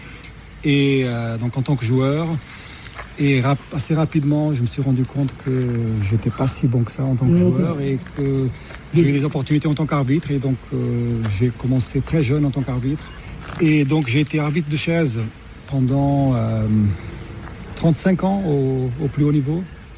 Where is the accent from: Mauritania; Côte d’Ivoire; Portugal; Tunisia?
Portugal; Lisbon; moved away as an adult; also born or lived in Mozambique; now in France; oui, je suis portugais d'origine, portugais, pied noir portugais, donc portugais né en Afrique, au Mozambique. Grandi à Lisbonne et je vis en France depuis 1996.